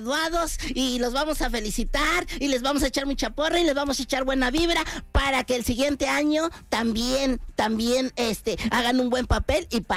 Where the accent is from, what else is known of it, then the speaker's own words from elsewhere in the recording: Mexico; Parezco francés, pero soy mexicano.